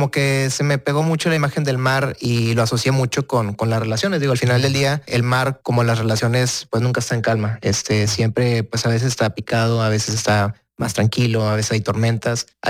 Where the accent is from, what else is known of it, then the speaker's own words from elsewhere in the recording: Guadalupe, Nuevo León, Mexico; Del municipio de Guadalupe. Creado, nacido ahí.